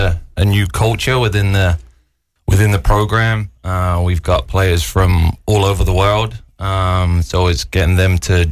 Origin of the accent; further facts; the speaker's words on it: Isle of Wight, South East England, United Kingdom; now in Sumter, United States; About an hour and a half south of London, a little place called the Isle of Wight.